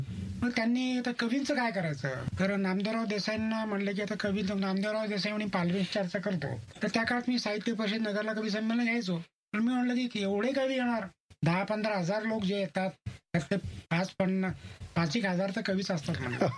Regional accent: Sonai, Maharashtra, India; also born or lived in Nevasa; माझं बालपणी सोनईत गेलं

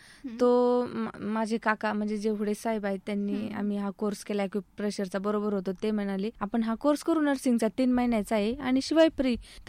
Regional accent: Maharashtra, India; moved away as an adult; now in Ahmednagar, India; राहणार बिळद, पाण्याची टाकी. पण आता सध्या मी 4 वर्षापासून नगरला राहायला आले, पाईपलाईन रोड वाणीनगर इथे.

